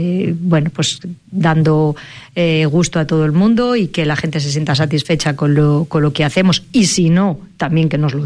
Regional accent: Medina del Campo, Castile and León, Spain

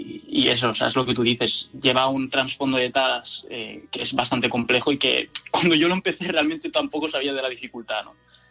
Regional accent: Alcoy, Valencian Community, Spain; now in Valencia, Spain

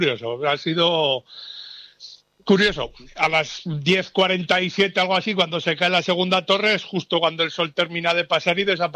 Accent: Zaragoza, Aragon, Spain

